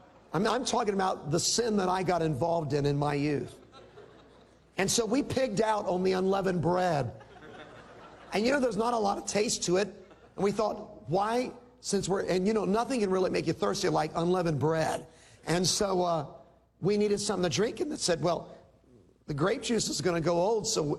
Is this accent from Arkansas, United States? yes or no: yes; Little Rock, Arkansas, United States; born there; I was born in the Baptist hospital in Little Rock, Arkansas.